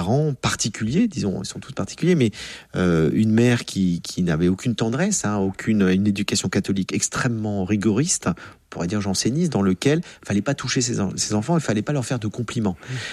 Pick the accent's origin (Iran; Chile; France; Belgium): France; Surtout en plus qu'en France, qu'on est français, on se plaint doublement.